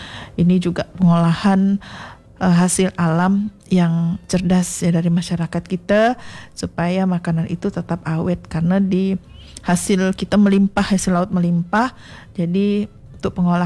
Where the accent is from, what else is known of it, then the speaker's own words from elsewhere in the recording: Pontianak, West Kalimantan, Indonesia; makanan khas kita ya, Melayu Pontianak